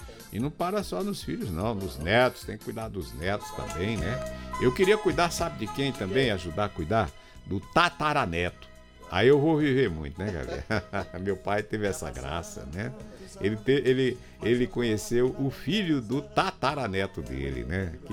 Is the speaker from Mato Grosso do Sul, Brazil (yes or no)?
no; Piauí, Brazil; Sou lá do Piauí, eu sou lindo, né?